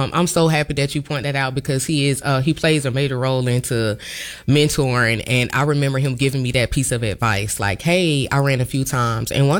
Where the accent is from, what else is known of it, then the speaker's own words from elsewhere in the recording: Augusta, Georgia, United States; now in Grovetown, United States; I was raised in Richmond County. I'm a product from Butler High School. My roots are in Richmond County before I got to Grovetown.